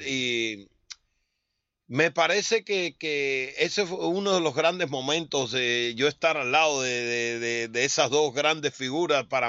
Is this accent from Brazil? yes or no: no; Cuba; moved away; Cuba no teníamos conocimiento de las grandes ligas.